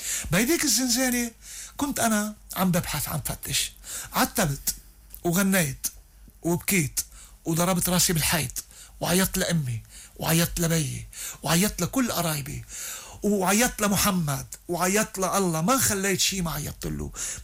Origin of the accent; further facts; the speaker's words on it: Lebanon; أنا لبناني قبل مني مسلم، وأنا عندي لبنان قبل مكي